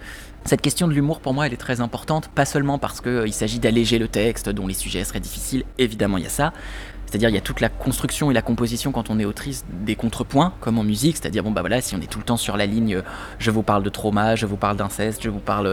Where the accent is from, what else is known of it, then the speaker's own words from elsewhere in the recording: Brittany, France; j'ai grandi en Bretagne